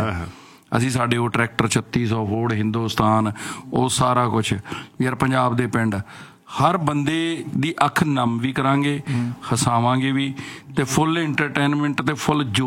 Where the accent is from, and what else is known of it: Punjab, India